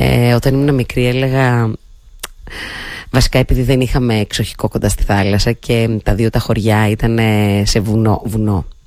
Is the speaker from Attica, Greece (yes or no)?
no; Thessaloniki, Central Macedonia, Greece; μεγάλωσα στη Θεσσαλονίκη, σχετικά κοντά στη θάλασσα